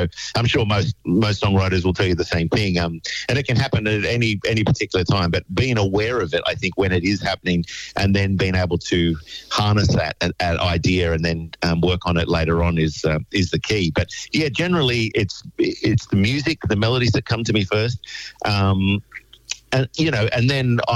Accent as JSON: {"language": "English", "town": "Wagga Wagga", "region": "New South Wales", "country": "Australia", "tie": "born or raised there", "said": "I grew up. I'm from Wagga. That's my hometown. I grew up in that beautiful city, and you know, growing up in Wagga, you're as a young local."}